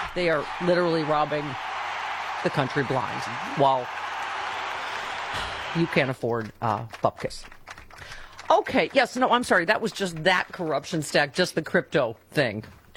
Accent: Buffalo, New York, United States; Because something, Arby's, the beef on Weck, because I'm from Buffalo.

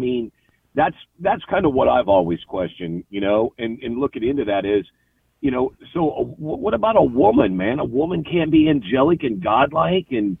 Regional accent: Houston, Texas, United States; Growing up in Seabrook and Clear Lake in this area of Houston, you know, I didn't really know any Jews, you know.

